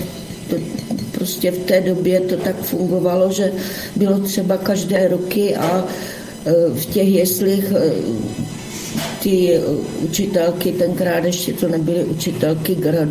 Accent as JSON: {"language": "Czech", "town": "Šumperk", "region": "Olomouc Region", "country": "Czechia", "tie": "born there", "also_born_or_lived": "Hanušovice", "said": "takže jsme potom se odstěhovali do Šumperka"}